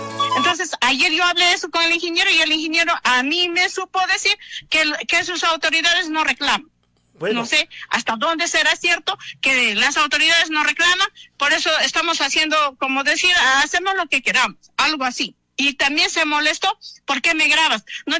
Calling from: Chaviña, Ayacucho, Peru

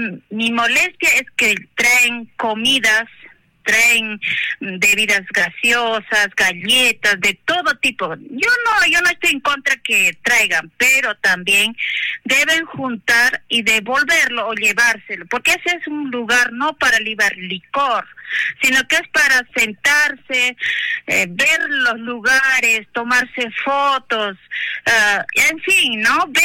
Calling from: Iruaca, Peru; que llamo de acá, yo vivo en Iruaca

